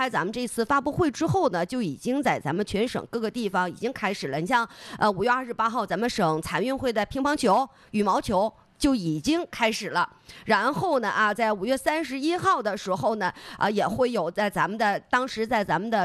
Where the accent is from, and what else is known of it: Jilin, China